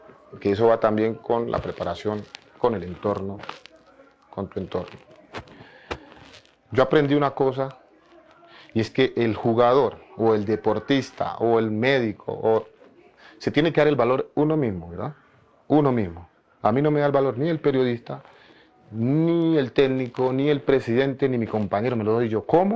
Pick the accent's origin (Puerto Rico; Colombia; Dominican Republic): Colombia; Quibdó, Chocó; Yo soy de Quibdó, sí.